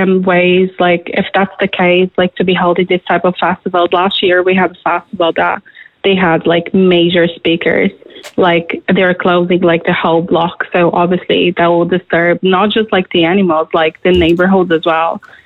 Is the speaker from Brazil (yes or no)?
yes; Brazil; now in Dublin, Ireland; As I grew up in Brazil, surrounded by nature